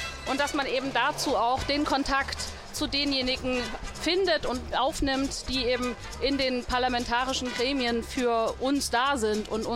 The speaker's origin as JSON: {"language": "German", "town": "Erfurt", "region": "Thuringia", "country": "Germany", "said": "ich komme aus Erfurt."}